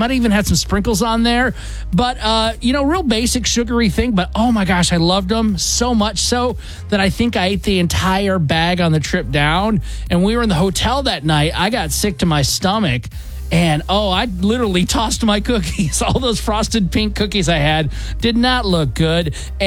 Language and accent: English; Michigan, United States; I grew up in Michigan.